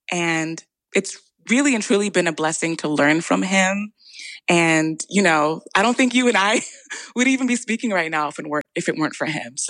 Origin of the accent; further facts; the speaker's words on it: United States; also born or lived in Jamaica (family heritage); now in New York, United States; growing up in a Jamaican household and experiencing being an American from a different lens